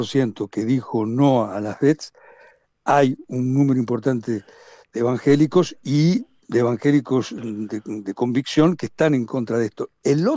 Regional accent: Argentina; Te lo digo como argentino

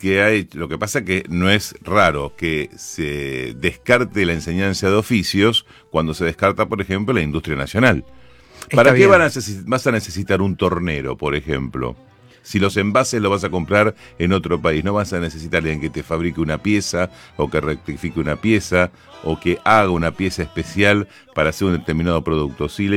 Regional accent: Argentina; ¿Por qué nos da vergüenza a veces esta cosa de reconocer que somos argentinos en el exterior

